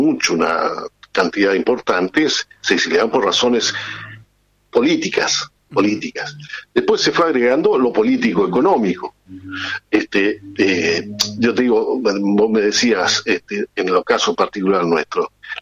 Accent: Chile; now in Argentina; yo soy chileno, pero también soy argentino. Me considero así, personalmente, íntimamente, además, con dos patrias.

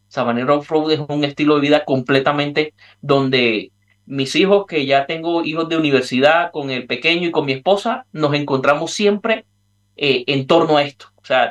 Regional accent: Caribbean coast, Colombia; accent: costeño; moved away as an adult; now in Medellín, Colombia; Soy costeño de la costa norte de Colombia. Por eso hablo así como parecido a los dominicanos, a los cubanos. Vivo en Medellín. En Medellín hablan totalmente diferente. Uh-huh. Hace 13 años tengo de estar viviendo acá.

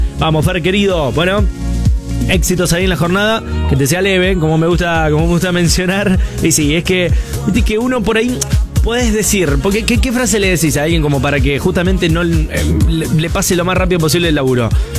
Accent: Alcaraz, Entre Ríos, Argentina; Hola, vida, vamos viajando María Grande, somos de Alcaraz, Entre Ríos.

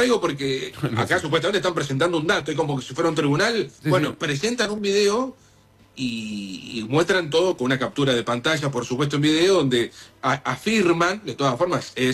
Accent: Mar del Plata, Buenos Aires Province, Argentina; Pero digo, yo soy de Mar del Plata, como ustedes saben, sí.

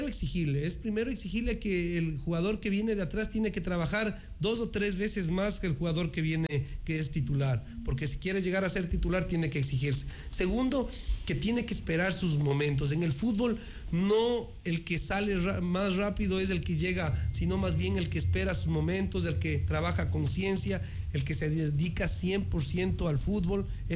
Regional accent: Baños de Agua Santa, Tungurahua, Ecuador; somos gente de Baños

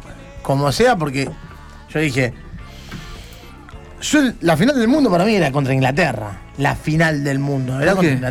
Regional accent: Argentina; Yo soy argentino

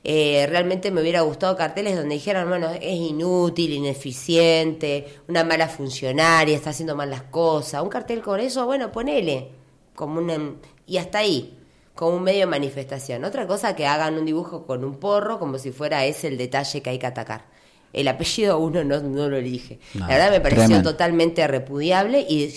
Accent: Allen, Río Negro, Argentina; somos el corazón de Vaca Muerta, porque somos los mayores productores

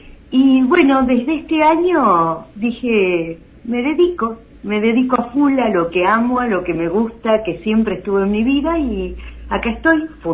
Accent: General Roca, Río Negro, Argentina; born or raised there

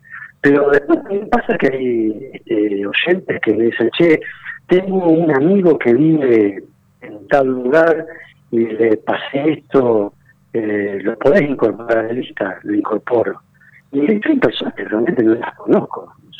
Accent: Argentina; porque así somos los argentinos, así grandilocuentes y los mejores del mundo.

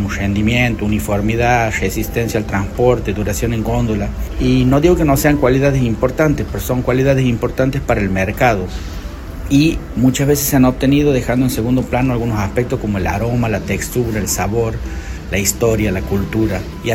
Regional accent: Santiago del Estero, Argentina; en Santiago tenemos ejemplos muy claros de esto

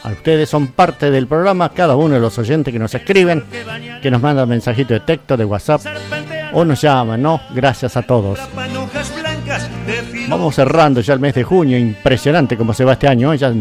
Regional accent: Villaguay, Entre Ríos, Argentina; now in Valle María, Argentina; mi querido Villaguay. ¡Ta! Que soy de Villaguay

